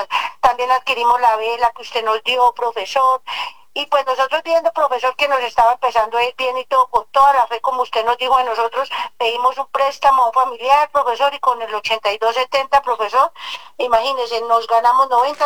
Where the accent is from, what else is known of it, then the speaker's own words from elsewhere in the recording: Bogotá, Colombia; born there; moved away as an adult; now in Boyacá, Colombia; casi toda mi vida la he vivido en la ciudad de Bogotá.